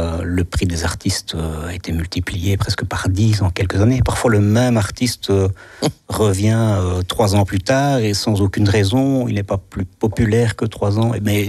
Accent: Belgium; je suis né là où on a créé le festival. C'est aussi l'endroit où mon papa et mon grand-père sont venus travailler dans les charbonnages.

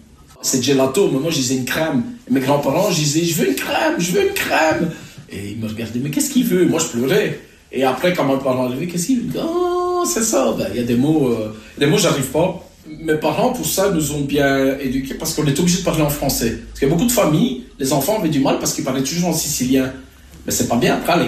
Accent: Belgium; on ne va pas renier l'origine de nos parents. Mais on est belge, on va dire.

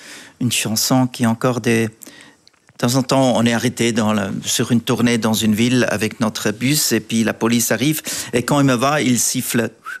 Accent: German-speaking Switzerland, Switzerland; French is a second language; Je suis Suisse allemand, oui.

